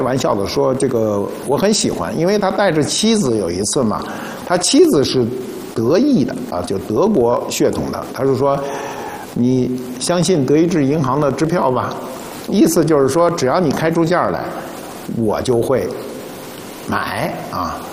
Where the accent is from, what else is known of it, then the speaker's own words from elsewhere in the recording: China; 对我们中国人而言